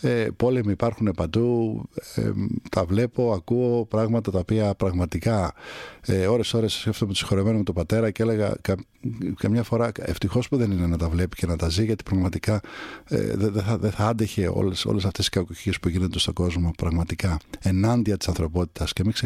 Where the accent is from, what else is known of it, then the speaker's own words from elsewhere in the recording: Kaminia, Attica, Greece; πραγματικά από τη Νίκαια, δίπλα ακριβώς από εκεί που μεγάλωσα εγώ, στα Καμίνια.